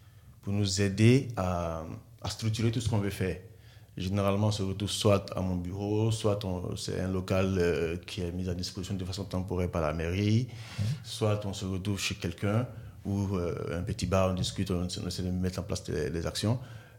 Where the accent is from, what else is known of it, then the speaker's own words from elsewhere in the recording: Côte d’Ivoire; now in Saint-Étienne, France; chez nous en Côte d'Ivoire.